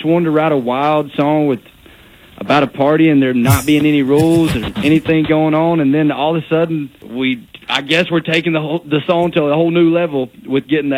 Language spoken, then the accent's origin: English; Georgia, United States; I'm from Georgia. It was a Georgia public school.